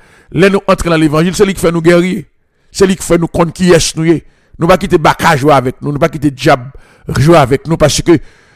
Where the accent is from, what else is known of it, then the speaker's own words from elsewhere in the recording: Haiti; nous en tant que haïtien